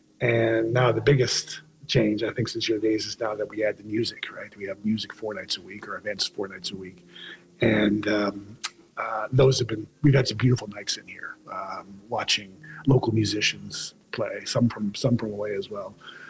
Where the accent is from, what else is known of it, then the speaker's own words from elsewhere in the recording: Halifax, Nova Scotia, Canada; now in St. John's, Canada; I'm originally from Halifax.